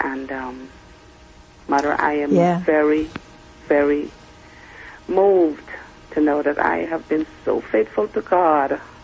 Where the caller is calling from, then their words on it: Connecticut, United States; I'm calling from Connecticut.